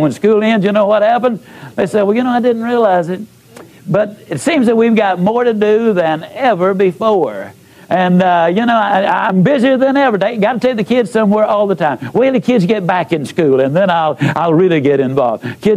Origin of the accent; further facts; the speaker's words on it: Yazoo City, Mississippi, United States; I was raised in Yazoo City, Mississippi. Now, I know a lot of people go around the country bragging about being from Yazoo City, but I really am.